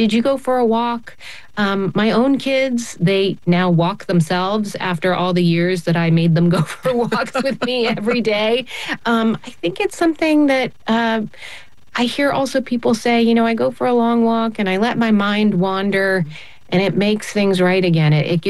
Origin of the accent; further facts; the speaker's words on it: United States; growing up in the United States, we're so focused on organized sports, and I was never a particularly athletic kid.